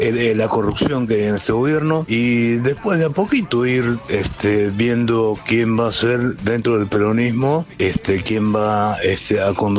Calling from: Tortuguitas, Buenos Aires Province, Argentina; Buenas tardes, Radio Brancatelli. … de Tortuguitas.

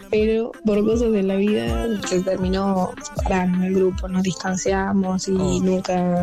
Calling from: La Matanza, Buenos Aires, Argentina; de La Matanza.

